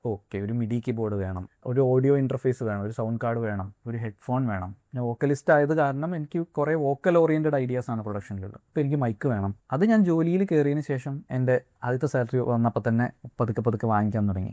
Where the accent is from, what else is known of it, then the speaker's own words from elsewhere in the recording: Malappuram, Kerala, India; moved away; also born or lived in Wayanad / Kozhikode; ഞാൻ മലപ്പുറംകാരനാണ്, പിന്നെ വയനാട്ടിൽ 5 വർഷം ജീവിച്ചിട്ടുണ്ട്. പിന്നെ കോഴിക്കോട്ടിലാണ് ഞാൻ എന്റെ മാസ്റ്റേഴ്സും ചെയ്തത്, NIT കാലിക്കറ്റിൽ.